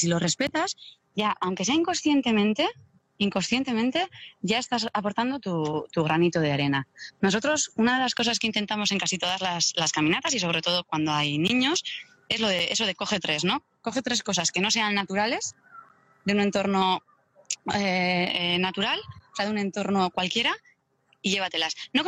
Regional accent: Deba, Basque Country, Spain; born there; Sí, porque sí, la familia es yo nací en Deva y casi todo el tiempo lo estoy en Zumaya.

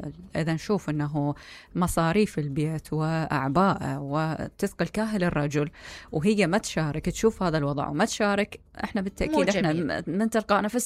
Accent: Iraq; احنا كعراقيين

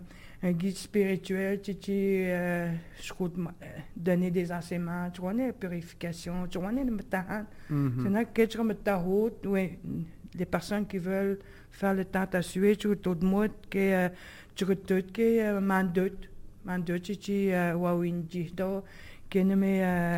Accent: Quebec, Canada; On a décidé, tu sais, en français, parce que je dis que nous sommes des Atikameks, des Algonquins.

